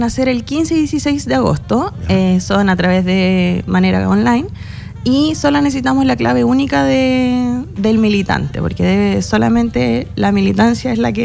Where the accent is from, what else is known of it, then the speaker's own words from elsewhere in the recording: Rancagua, O'Higgins, Chile; also born or lived in San Fernando / Chépica; Nací en San Fernando, estuve hasta los 14 años en Ancagua, después me fui a vivir a Chépica. Mis abuelos son agricultores. Entonces he hecho toda mi vida en la región. Soy bien ojiguinista, por decirlo así. Después me vine acá a Rancagua a estudiar enfermería